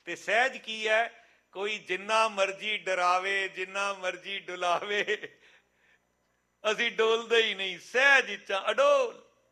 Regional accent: Delhi, India; ਮੇਰਾ ਜਨਮ ਦਿੱਲੀ ਦਾ, ਐਜੂਕੇਸ਼ਨ ਦਿੱਲੀ ਚ ਹੋਈ।

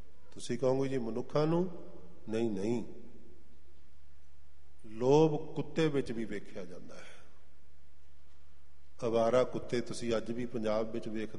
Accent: Saheri, Punjab, India; ਮੇਰਾ ਇਲਾਕਾ ਹੈ ਮਰਿੰਡੇ ਦੇ ਕੋਲ, ਪਿੰਡ ਹੈ ਸਹੇੜੀ, ਗੰਗੂ ਬ੍ਰਾਹਮਣ ਦਾ ਪਿੰਡ।

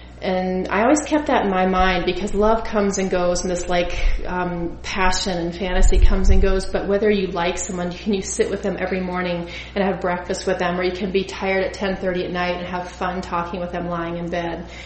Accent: Georgia, United States; I grew up in Georgia

